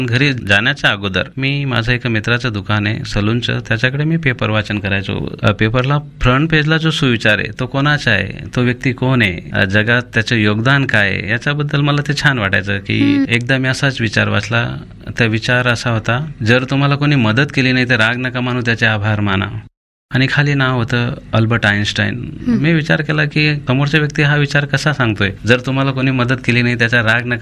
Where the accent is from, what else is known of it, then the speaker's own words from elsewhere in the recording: Maharashtra, India; also born or lived in Ahmedabad; now in Jalgaon, India; माझं बालपण आपला जळगाव पासून 25-30 किलोमीटरवर एक गाव आहे धरणगाव तालुक्यामध्ये सातखेडा म्हणून, तिथंच माझा जन्म झाला। आणि चावलखेडा म्हणून तिथं निळकंठेश्वर हायस्कूल शाळा आहे, तिथं 5वी ते 10वी मी शिक्षण घेतलं